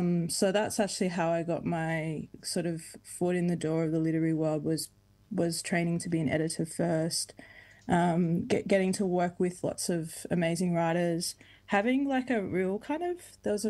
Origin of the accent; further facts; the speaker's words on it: Queensland, Australia; I can write, from the perspective of, being a Queenslander, being a queer person, being a black fella.